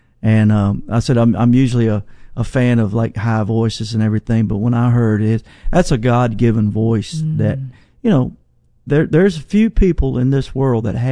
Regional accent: Nelson County, Virginia, United States; growing up in Nelson County, Virginia, and those 50s, 60s, 70s

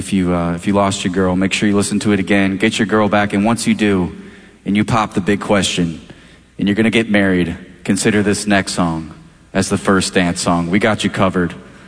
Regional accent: Iowa, United States; And I come from Iowa.

